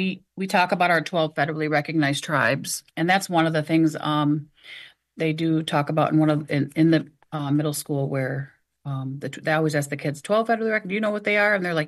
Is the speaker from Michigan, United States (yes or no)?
yes; Mount Pleasant, Michigan, United States; I'm from the Saginaw Chippewa tribe in Mount Pleasant.